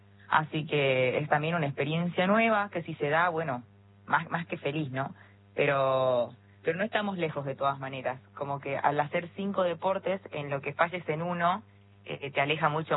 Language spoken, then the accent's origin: Spanish; Salta, Argentina; now in Buenos Aires, Argentina; De Salta, Salta Capital.